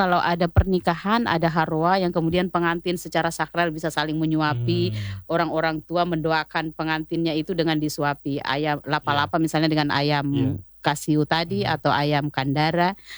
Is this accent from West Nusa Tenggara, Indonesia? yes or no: no; Southeast Sulawesi, Indonesia; Dan cucur itu sebenarnya bagian dari identitas kita sebagai orang Muna, ya, entah orang Buton, betul, yang kemudian memang di dalam haruanya itu harus ada cucur, betul, kan?